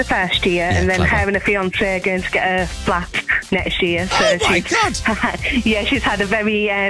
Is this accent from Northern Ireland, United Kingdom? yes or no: no; Beverley, Yorkshire and the Humber, United Kingdom; accent: Yorkshire